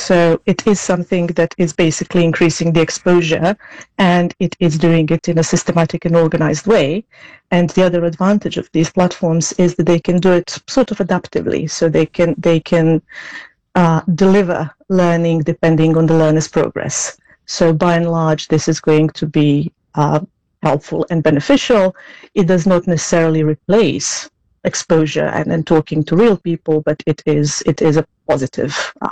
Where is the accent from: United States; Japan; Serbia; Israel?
Serbia; English is a second language; now in Cambridge, United Kingdom; I'm Serbian, yes. I learned English at school from the age of 10, maybe. So I would be classed officially as a late bilingual